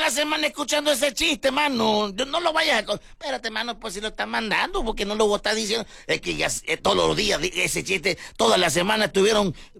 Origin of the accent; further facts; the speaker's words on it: Guerrero, Mexico; somos de lo mismo, pues, somos costeños.